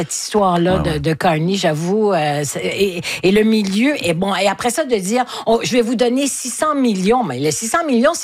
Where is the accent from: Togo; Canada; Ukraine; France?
Ukraine; Je suis ukrainienne. Je suis ukrainienne.